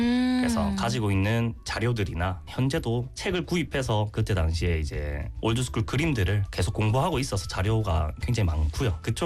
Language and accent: Korean; Busan, South Korea; 부산 토박이고요. 저는 부산이 좋습니다.